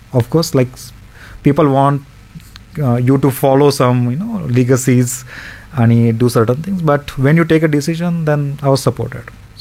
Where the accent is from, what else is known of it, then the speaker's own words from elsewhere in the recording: Latur, Maharashtra, India; म्हटलं असं असं मी लातूरचं आहे.